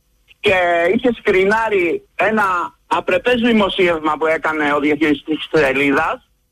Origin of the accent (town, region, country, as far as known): Corfu, Ionian Islands, Greece; born there